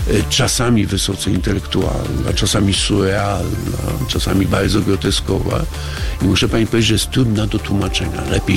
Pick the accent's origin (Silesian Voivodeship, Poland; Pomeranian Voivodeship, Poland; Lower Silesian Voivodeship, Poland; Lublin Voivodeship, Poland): Pomeranian Voivodeship, Poland; Sopot; Ponieważ jestem z Sopotu, to bardzo chciałem, żeby tu istniała scena. Z tęsknoty za operą leśną w Sopocie.